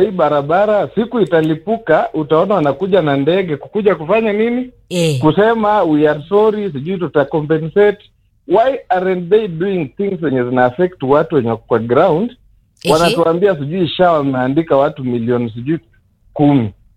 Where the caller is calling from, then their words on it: Busia, Busia County, Kenya; Mimi natoka Busia.